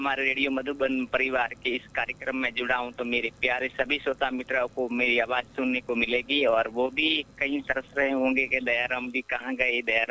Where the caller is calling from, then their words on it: Rampura, Rajasthan, India; मेरा गांव रामपुरा राजस्थान में है, जो हमारा जिला बाड़मेर है।